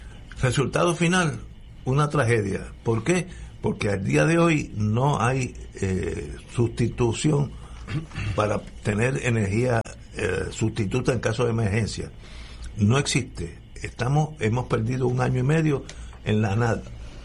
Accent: Puerto Rico; soy puertorriqueño, llevo aquí 130 años viviendo y conozco mi país.

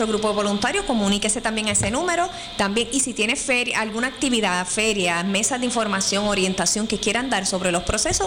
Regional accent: Moca, Puerto Rico; now in Aguada, Puerto Rico; soy de Moca, pero resido en Aguada.

